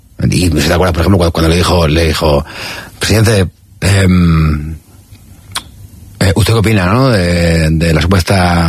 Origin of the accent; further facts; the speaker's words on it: Spain; pero como ciudadano español